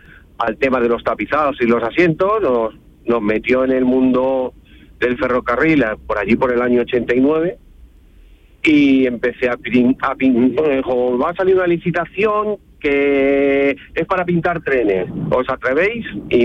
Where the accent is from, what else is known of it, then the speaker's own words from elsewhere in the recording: Madrid, Community of Madrid, Spain; now in Alhaurín el Grande, Spain; Vengo de Madrid y esto es igual o parecido, ya no hay gran diferencia, la verdad.